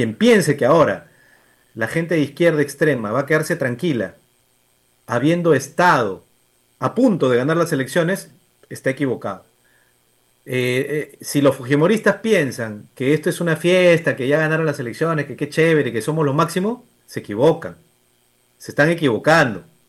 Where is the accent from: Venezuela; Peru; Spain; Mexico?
Peru; nosotros como peruanos queremos un país que avance para nuestros hijos.